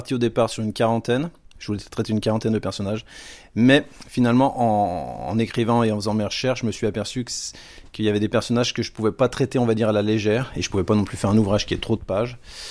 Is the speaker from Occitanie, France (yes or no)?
no; Auvergne-Rhône-Alpes, France; le Bugey puisque c'est ma région natale.